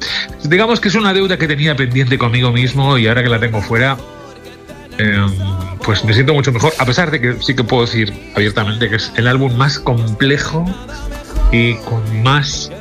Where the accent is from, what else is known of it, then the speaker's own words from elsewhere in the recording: Alicante, Valencian Community, Spain; moved away as an adult; also born or lived in Madrid; desde que nací, bueno, aunque nací es en Madrid, pero luego me fui muy, muy criado, con 6, 7 años me fui a vivir a Alicante. Y desde esa edad, más o menos, hasta los, un poco antes inclusive, hasta los 18, que ya me voy a ir a Valencia ahí.